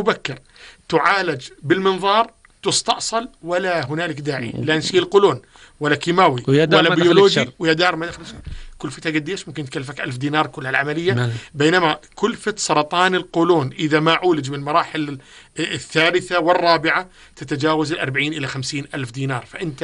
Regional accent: Jordan; عندنا بالأردن

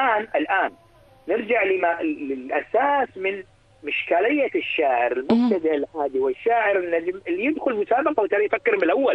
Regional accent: Jordan; أنا كأردنيين

